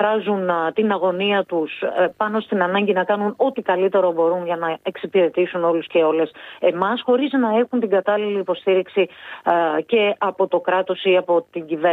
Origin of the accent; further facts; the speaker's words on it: Eastern Macedonia and Thrace, Greece; Και θα μου επιτρέψετε και μία αναφορά στον τόπο μου. Η μεγαλύτερη πυρκαγιά την καταγράψαμε πριν 2 χρόνια στον Εύρο.